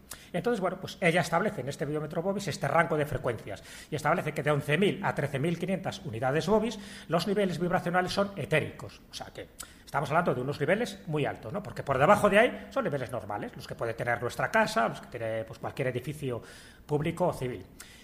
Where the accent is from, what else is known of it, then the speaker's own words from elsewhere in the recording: Spain; como yo vivo en España, y nací en España, pues evidentemente tiro para mi lugar